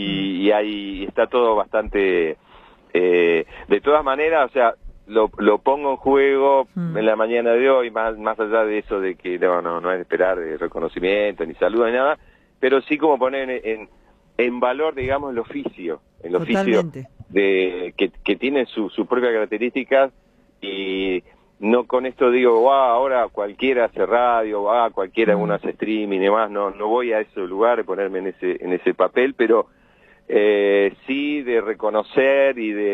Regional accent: Bahía Blanca, Buenos Aires Province, Argentina; vengo de Bahía Blanca y era en algún momento lo que se podía escuchar, ¿no?

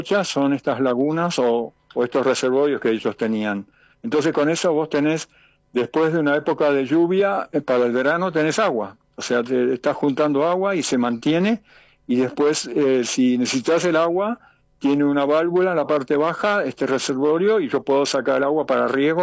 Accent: Bariloche, Río Negro, Argentina; born there; moved away as an adult; also born or lived in Austria; Yo nací en Bariloche y me fui a Austria y allá estudié arquitectura y volví y, digamos, trabajé acá en la ciudad, en Bariloche.

